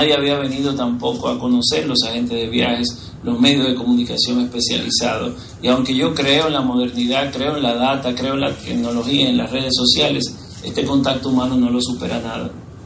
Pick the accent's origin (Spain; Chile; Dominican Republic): Dominican Republic